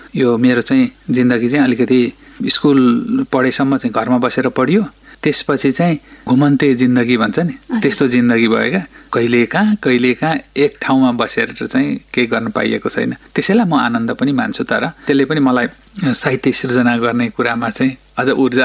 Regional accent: Sano Dumma, Koshi Province, Nepal; म गाउँमै जन्मिएँ, हुर्केको, एकदमै गाउँ पनि टिपिकल गाउँ के, दूरदराज भनिन्छ नि नेपाली भाषामा। त्यस हिसाबले चाहिँ त्यो सानोदुम्माको गाउँघरमा जन्मिएको मान्छे हो, अब सामान्य परिवारमा।

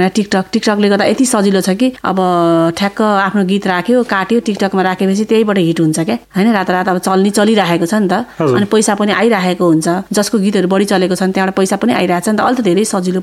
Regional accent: Chitwan, Bagmati, Nepal; मेरो बाल्यकाल चाहिँ म चितवनमा जन्मिएँ, हुर्किएँ होइन, चितवनको माटोमै म खेले बढेँ

